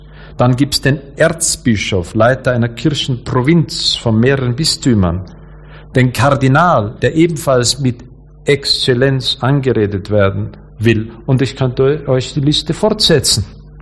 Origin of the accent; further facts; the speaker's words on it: Austria; ich komme aus Österreich.